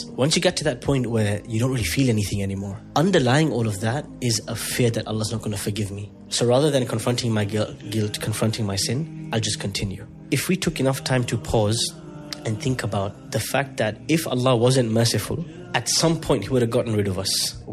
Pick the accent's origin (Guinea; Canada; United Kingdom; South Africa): United Kingdom; also born or lived in United Arab Emirates; So I'm British, but ethnically half Indian, half Pakistani. Lived half of my life in the UAE, half of my life in the UK.